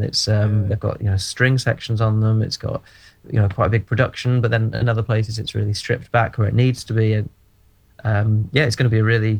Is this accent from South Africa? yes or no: no; Scotland, United Kingdom; I grew up in Scotland, so I've got quite a connection to that sort of music